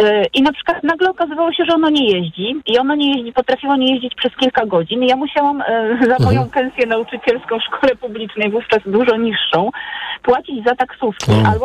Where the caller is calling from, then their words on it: Masovian Voivodeship, Poland; Ja jestem z Mazowsza